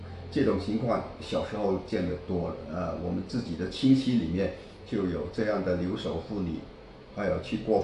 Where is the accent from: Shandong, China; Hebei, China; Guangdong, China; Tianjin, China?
Guangdong, China; 我是土生土长的潮汕侨乡的人